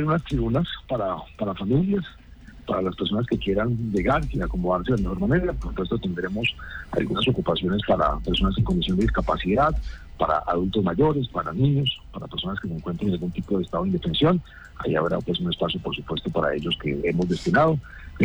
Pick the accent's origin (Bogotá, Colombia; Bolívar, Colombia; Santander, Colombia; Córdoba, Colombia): Santander, Colombia; para no olvidarnos de lo que somos como humangueses y como santandereanos.